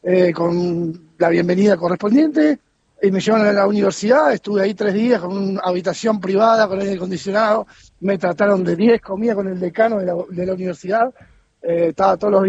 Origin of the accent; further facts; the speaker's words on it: Argentina; mira, soy argentino, me gustaría ver el partido con ustedes